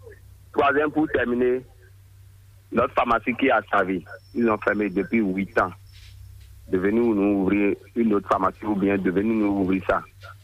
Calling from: Ouidah, Atlantique, Benin; nous les personnes handicapées, qui est à Ouida.

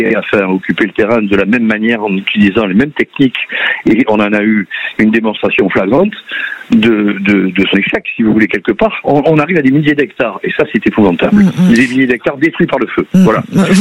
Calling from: Lège-Cap-Ferret, Nouvelle-Aquitaine, France; moi j'habite à Jeanne de Boyle, qui est le premier quartier de la presqu'île du Ferré lorsqu'on y rentre par le nord.

